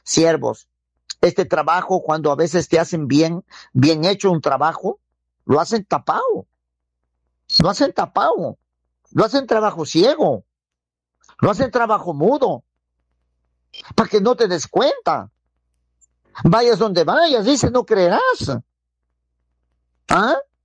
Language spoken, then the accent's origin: Spanish; Huancabamba, Piura, Peru; now in Tarapoto, Peru; Yo soy de Huancabamba, siervos. Natural de Huancabamba, su … ex pastor evangélico. Estamos aquí en Tarapoto.